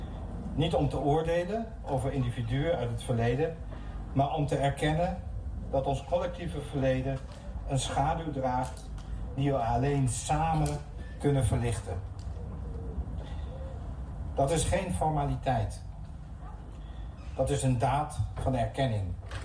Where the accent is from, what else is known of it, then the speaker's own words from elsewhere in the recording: Curaçao; Ik ben opgegroeid op Curaçao.